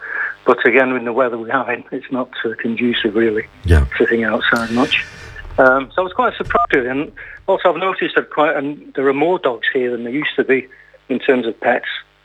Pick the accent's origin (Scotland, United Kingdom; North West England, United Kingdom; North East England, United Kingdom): North West England, United Kingdom; Stockport; From Stockport near Manchester.